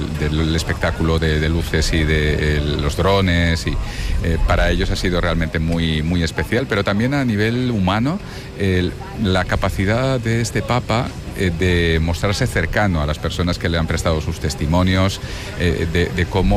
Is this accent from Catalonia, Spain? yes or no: yes; Barcelona, Catalonia, Spain; Ha habido tantos momentos especiales como barcelonés.